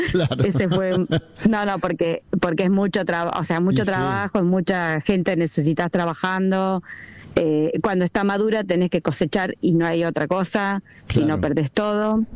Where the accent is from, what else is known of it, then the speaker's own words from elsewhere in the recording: Buenos Aires Province, Argentina; born there; moved away as an adult; now in Río Negro, Argentina; nací en el campo, o sea, soy del centro de la provincia de Buenos Aires, nacida en el campo